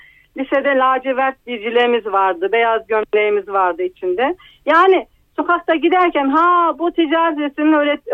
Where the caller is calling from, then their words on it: Çankırı, Çankırı Province, Turkey; Ben Çankırı'dan arıyorum.